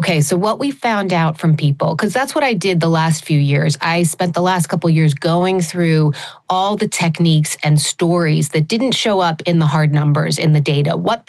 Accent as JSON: {"language": "English", "country": "United States", "tie": "born or raised there", "said": "Yeah, you know, for me, I think growing up in the United States, we're so focused on organized sports"}